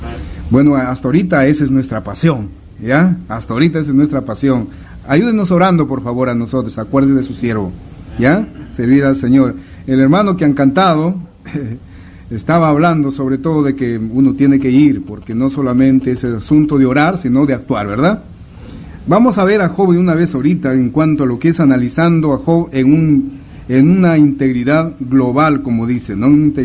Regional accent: Cajamarca, Peru; moved away; Cajamarca es un departamento de Perú, al norte. Y yo soy cajamarquino.

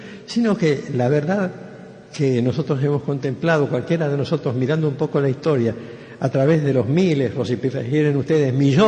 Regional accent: Rosario, Santa Fe, Argentina; nació casi al lado de mi casa, porque yo soy rosarino y yo también, y éramos del mismo barrio.

